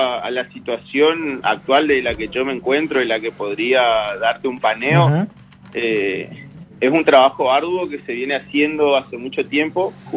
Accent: Corrientes, Argentina; Actualmente trabajo en la ciudad de Corrientes. Soy correntino.

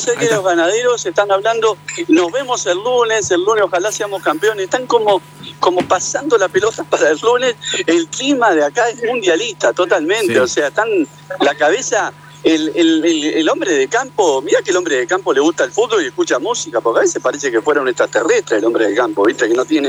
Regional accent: Uruguay; now in Argentina; yo soy uruguayo y me corresponde la general de la ley decirlo, y estoy en Argentina, vivo en Argentina, como de Argentina, tengo una hija argentina, una mujer argentina, me radiqué aquí

